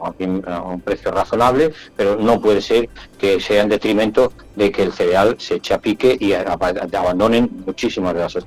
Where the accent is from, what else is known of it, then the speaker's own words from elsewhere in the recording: Castile and León, Spain; cerealistas que somos de Castilla y León. La mayoría de nosotros, aunque somos ganaderos, también somos productores de cereales